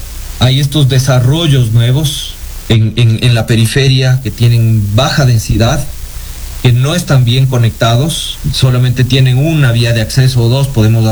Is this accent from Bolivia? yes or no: no; Quito, Pichincha, Ecuador; como ciudadanos, como quiteños